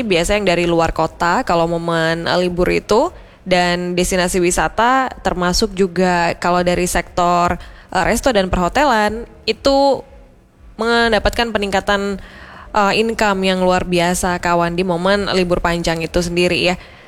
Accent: Malang, East Java, Indonesia; kita warga Malang

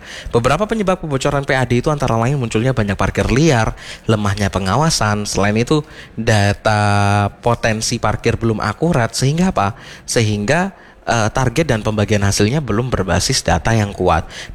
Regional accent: Malang, East Java, Indonesia; sebagai warga Kota Malang

